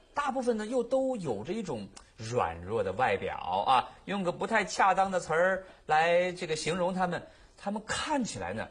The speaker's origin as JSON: {"language": "Chinese", "country": "China", "said": "我们中国人呢"}